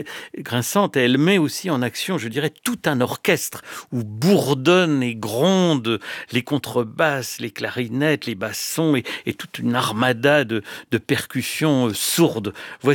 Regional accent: France; à Colmar, chez nous, en France

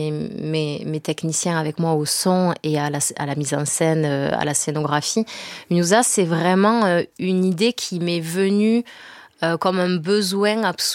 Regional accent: South-West France, France; accent: south-western French

